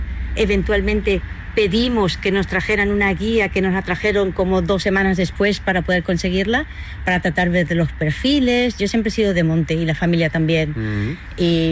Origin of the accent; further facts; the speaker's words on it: Bilbao, Basque Country, Spain; moved away; also born or lived in Caracas, Venezuela; yo soy de Bilbao, Camino de Santiago del Norte, Catedral de Santiago la otra. Luego, pues viví en Venezuela 27 años, Caracas, que realmente es Santiago de León de Caracas, como se llama la capital.